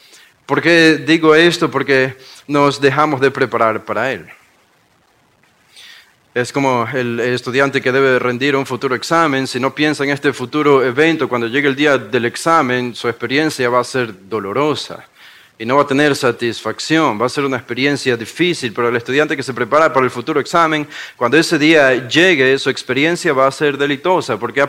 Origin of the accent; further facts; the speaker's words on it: Guayaquil, Guayas, Ecuador; Los que somos de Guayaquil entendemos eso allá en Ecuador porque hablamos rápido